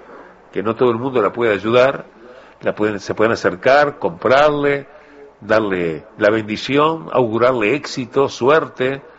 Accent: Uruguay; Pese a todos los problemas que tenemos los uruguayos

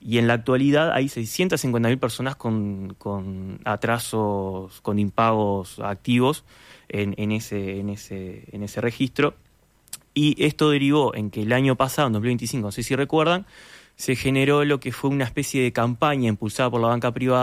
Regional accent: Uruguay

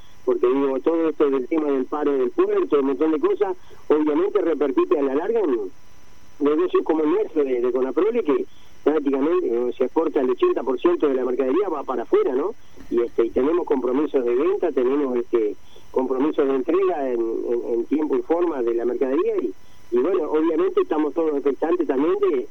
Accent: Uruguay; desde chico de la escuela, que lo mejor que tenemos es el puerto

